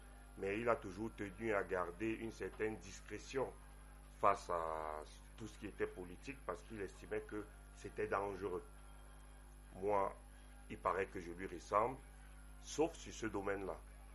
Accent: Yaoundé, Centre, Cameroon; je suis né à Yaoundé 2, donc dans le quartier Madagascar. Je suis du terre, comme les jeunes disent aujourd'hui.

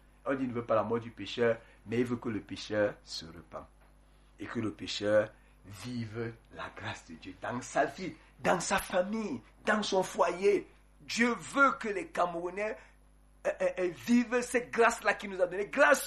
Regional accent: Côte d’Ivoire; quand j'ai grandi en Côte d'Ivoire

